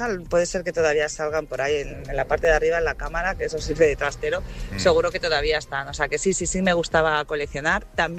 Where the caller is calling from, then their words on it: Toledo, Castilla-La Mancha, Spain; de Toledo.